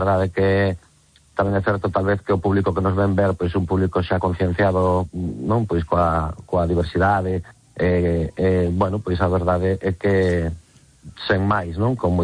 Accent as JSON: {"language": "Galician", "region": "Galicia", "country": "Spain", "said": "todo o mundo dicía que seríamos vascos, entendía que seríamos vascos, pero nada máis, non, somos galegos"}